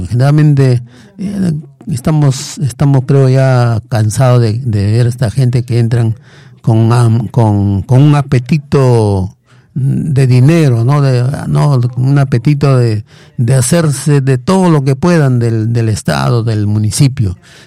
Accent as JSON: {"language": "Spanish", "town": "Tauca", "region": "Ancash", "country": "Peru", "tie": "born or raised there", "said": "Uno de niño, pues en Tauca"}